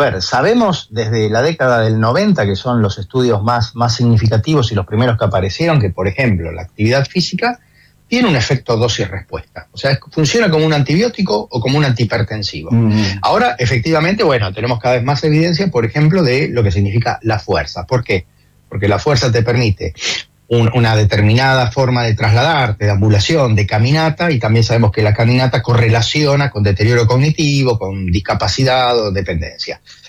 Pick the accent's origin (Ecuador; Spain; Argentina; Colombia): Argentina